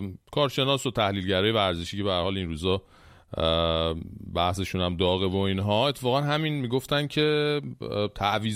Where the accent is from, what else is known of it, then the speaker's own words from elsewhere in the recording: Iran; میگم شاید به خاطر اینکه ما ایرانی هستیم و حالا بالاخره مثلا بازی رو دیدیم